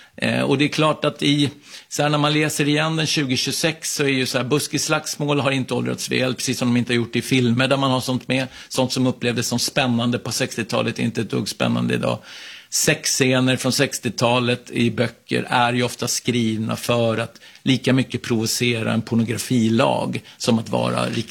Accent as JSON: {"language": "Swedish", "region": "Stockholm County", "country": "Sweden", "tie": "born or raised there", "said": "jag var ju själv uppvuxen i de södra förorterna"}